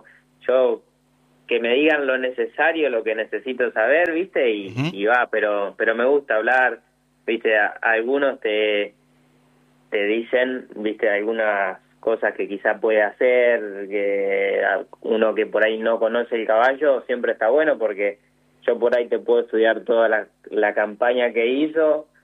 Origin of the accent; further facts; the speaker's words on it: Dolores, Buenos Aires Province, Argentina; Somos de Dolores, sí.